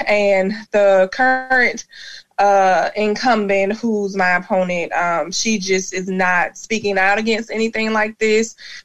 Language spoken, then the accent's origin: English; Jacksonville, Florida, United States; born there; because I was born in Florida, in Jacksonville, of all places, on the northwest side of town, where we're often neglected and things like that.